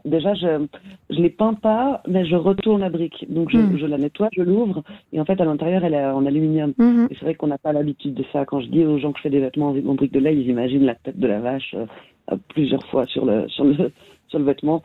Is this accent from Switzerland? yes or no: yes; Geneva, Switzerland; Je suis genevoise et toujours vécu à Genève, où le jardin botanique était.